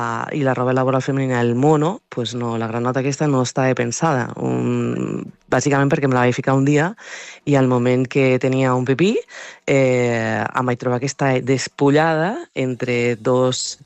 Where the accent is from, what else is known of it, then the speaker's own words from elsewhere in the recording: Mollerussa, Catalonia, Spain; Soc de Mollerussa.